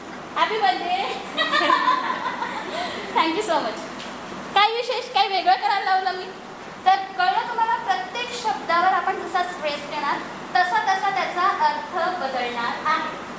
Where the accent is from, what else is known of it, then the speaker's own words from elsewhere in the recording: Jalgaon, Maharashtra, India; आपल्या जळगावकडे फार प्रॉब्लेम आहे. न चा न आणि ड चा अ चा ड.